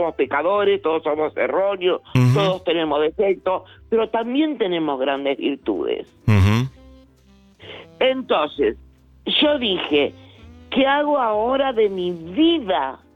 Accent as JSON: {"language": "Spanish", "town": "San Martín", "region": "Buenos Aires Province", "country": "Argentina", "also_born_or_lived": "Mar del Plata"}